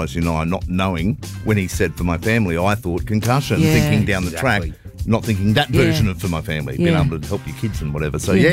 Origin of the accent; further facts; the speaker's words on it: Australia; It's great being Australian.